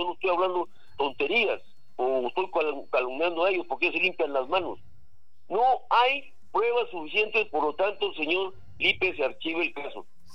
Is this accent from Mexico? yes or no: no; Peru; Como padre de familia, como peruano